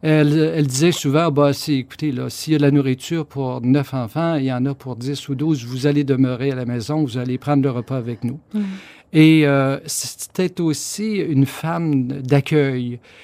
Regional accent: Saint-Damien, Quebec, Canada; Donc, je suis natif de Saint-Damien, de parents qui n'étaient pas fortunés.

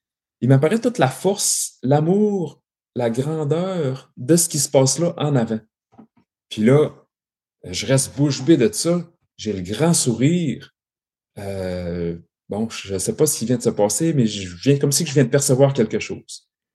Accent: Saint-Prime, Quebec, Canada; je suis originaire de Saint-Prime, un petit village du lac Saint-Jean. C'est un petit village agricole de campagne situé entre Roberval et Saint-Félicien.

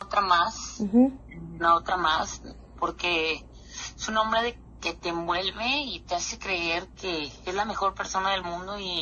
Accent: Altamira, Tamaulipas, Mexico; moved away as an adult; also born or lived in Múzquiz, Coahuila; yo no soy de Musquis, yo soy de Altamira, Tamaulipas.

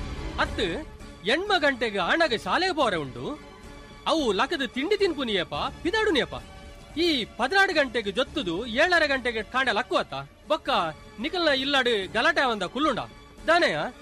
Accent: Karnataka, India; now in Mangalore, India; ನಮ್ಮದು ಕಲಂಬಾಡಿ ಅಂತ ಹೇಳಿದ್ರೆ ಇದು ಉಡುಪಿ ರೂಟ್, ಕಾರ್ಕಳದಿಂದ ಉಡುಪಿಗೆ ಹೋಗೋ ಅತ್ತೂರು ಬರುತ್ತಲ್ಲ ಅಲ್ಲಿ. ಎಂಟು ಕಿಲೋಮೀಟರ್ ಉಂಟು, ಕರೆಕ್ಟ್ ಕರೆಕ್ಟ್ ಕರೆಕ್ಟ್. ನಾವು ಹೈಸ್ಕೂಲ್ ಎಲ್ಲ ಅಲ್ಲೇ ಮಾಡಿದವರು ಹಾಗೆ.

